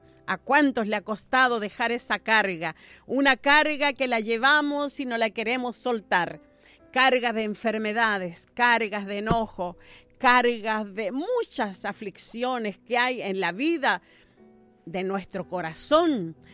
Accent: Chile; Pero también somos chilenos, sí

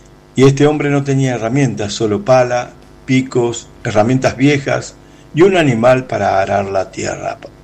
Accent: Argentina; soy de Argentina

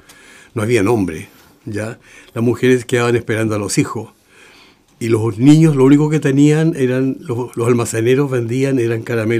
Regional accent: Osorno, Los Lagos, Chile; also born or lived in Ancud; Yo soy ancuitano, nací en un hospital público... Ya. Viví algunos años en Calle Pudeto. De ahí mis padres se fueron a Osorno.

